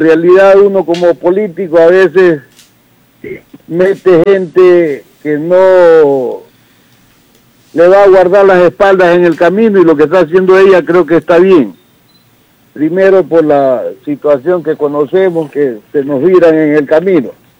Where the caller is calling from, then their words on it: Esmeraldas, Ecuador